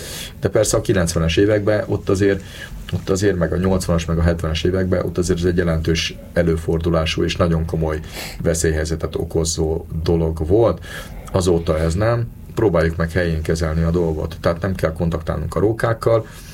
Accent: Budapest, Hungary; bár ugye én is pesti vagyok, de pontosan tudom, hogy az adott kis erdők is hogy tűnnek el.

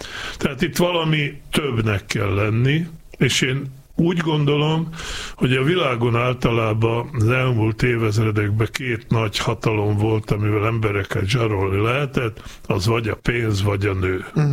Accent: Ipolybalog, Banská Bystrica Region, Slovakia; az én szülőfalumtól, Ipolybaloktól 7 kilométer, tehát nyugodtan mondhatom, hogy földim.

